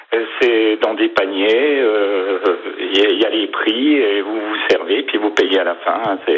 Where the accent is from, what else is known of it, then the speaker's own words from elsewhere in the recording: Grand Est, France; moved away as an adult; also born or lived in Nancy; now in Saint-Coulomb, France; j'ai quitté la ville et surtout ma région natale. Parce que je viens de Lorraine et ça fait 8 ans que je suis venu en Bretagne.